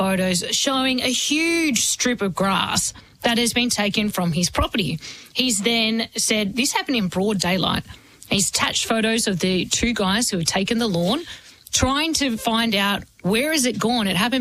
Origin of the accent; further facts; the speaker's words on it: Sydney, New South Wales, Australia; Where I grew up in Sydney, there is no nature strip.